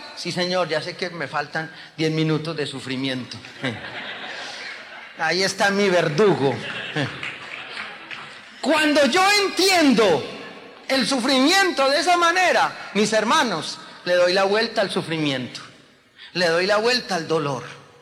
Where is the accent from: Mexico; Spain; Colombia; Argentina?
Colombia; now in United States; Yo soy colombiano. Y todos los colombianos, cuando venimos a Estados Unidos, somos narcotraficantes en potencia.